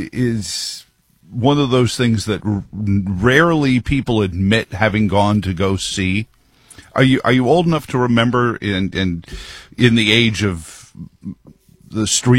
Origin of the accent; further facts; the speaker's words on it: New York City, New York, United States; my hometown in Queens